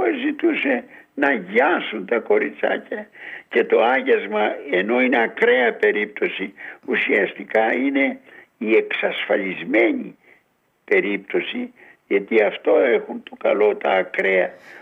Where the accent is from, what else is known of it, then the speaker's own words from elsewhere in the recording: Thessaly, Greece; εγώ που είμαι Θεσσαλός